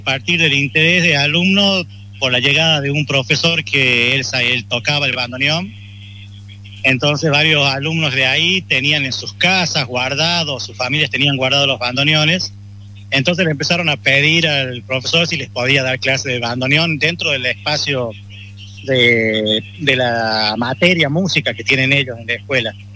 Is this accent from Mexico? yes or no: no; Chilecito, La Rioja, Argentina; Yo soy de Chilecito, pero trabajo hace 16 años en el colegio secundario de Pituil.